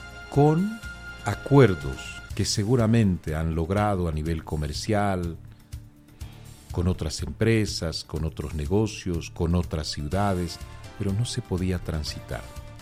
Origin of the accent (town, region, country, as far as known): Bolivia